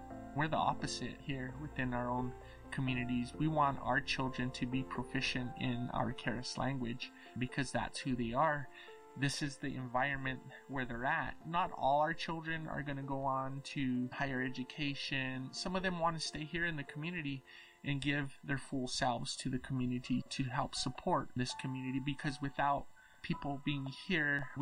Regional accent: Cochiti, New Mexico, United States; I am from the Pueblos of Cochiti and San Felipe and I come from the Oak Clan.

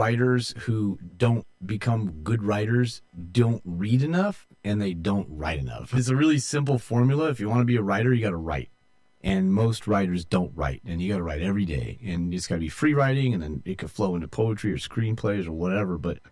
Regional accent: Garden Grove, California, United States; also born or lived in Virgin Islands; actually born in the Virgin Islands. My dad was a teacher, and then they shipped me home after 6 months. We grew up in Garden Grove. We called it Garbage Grove.

